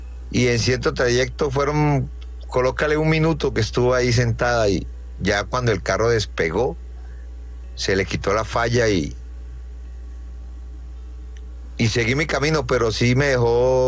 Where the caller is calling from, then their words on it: Palmira, Valle del Cauca, Colombia; desde Palmira, Valle del Cauca.